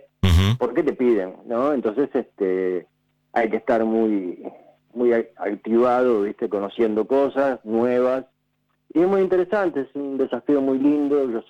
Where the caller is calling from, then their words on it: González Catán, Buenos Aires Province, Argentina; De González Catán.